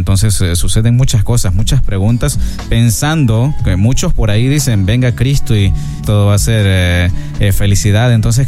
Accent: Chinameca, San Miguel, El Salvador; es un salvadoreño, vivo en El Salvador, en un pueblito que lleva por nombre Chinameca, en el oriente del país.

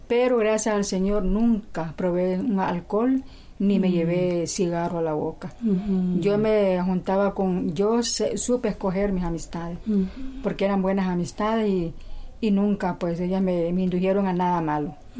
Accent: Puerto Cortés, Cortés, Honduras; yo crecí aquí en Puerto Cortés, nací en el barrio El Cocal y mi niñez fue muy bonita

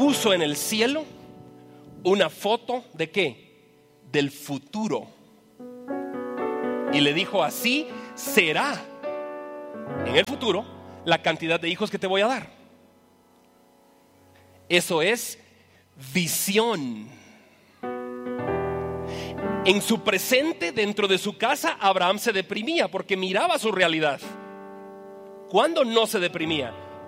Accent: Jalapa, Guatemala; now in Guatemala City, Guatemala; Me vine de Jalapa para acá en el 95, pero en el 2000 llegué a la Frater.

